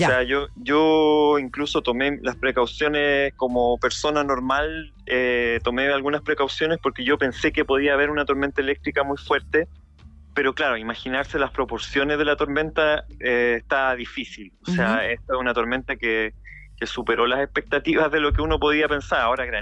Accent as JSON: {"language": "Spanish", "town": "Santiago", "region": "Santiago Metropolitan Region", "country": "Chile", "said": "acá en Santiago. Yo soy santiaguino."}